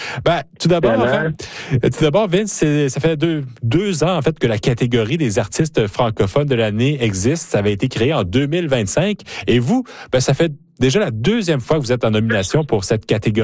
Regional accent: Quebec City, Quebec, Canada; now in Saskatchewan, Canada; moi, je suis de Québec

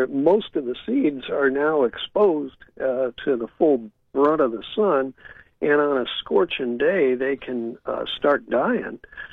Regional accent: California, United States; No, I'm the guy from California, so I'm not out there.

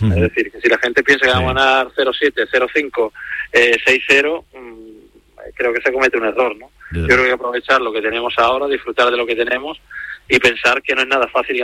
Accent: Jerez, Andalusia, Spain; Yo estoy muy contento aquí en mi tierra, estoy muy contento en Jerez

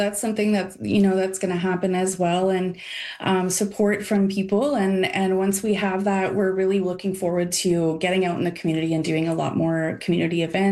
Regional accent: Winnipeg, Manitoba, Canada; here in my hometown of Winnipeg

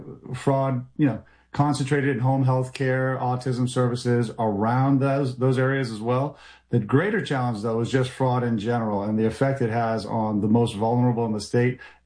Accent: Maine, United States; I grew up here in Maine. I was raised here.

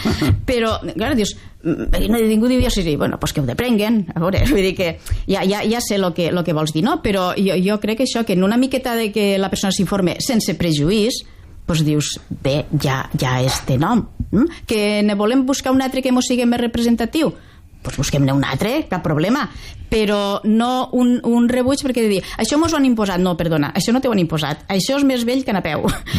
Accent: Vinaròs, Valencian Community, Spain; jo també sóc de Vinaròs

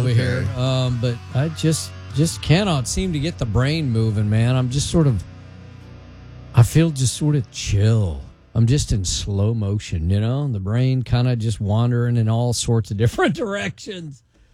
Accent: Colorado, United States; You know, Tim, I think it's been established that you know I grew up in Colorado, right?

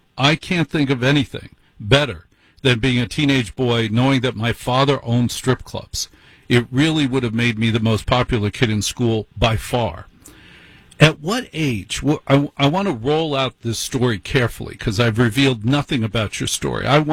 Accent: Newark, New Jersey, United States; born there; I was born in Newark.

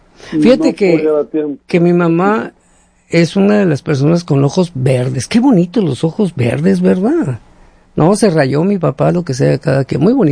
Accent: Hermosillo, Sonora, Mexico; now in Washington, United States; Soy de Hermosillo, Sonora, México, ¿sí?

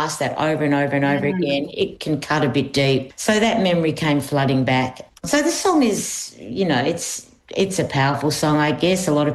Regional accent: Melbourne, Victoria, Australia; I was born here in Melbourne.

